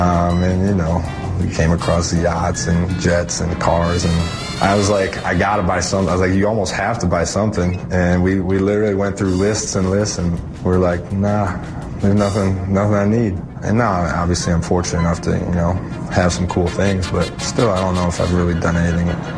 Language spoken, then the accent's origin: English; Pewaukee, Wisconsin, United States; he's from Pewaukee, I'm from Pewaukee, we've been friends forever.